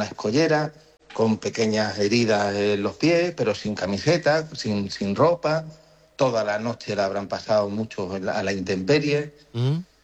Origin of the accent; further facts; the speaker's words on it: Spain; yo como español lo primero que me sale es están violando mi frontera